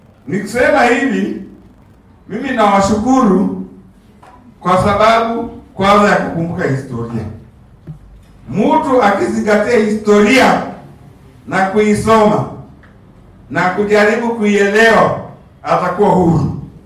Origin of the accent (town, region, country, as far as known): Kenya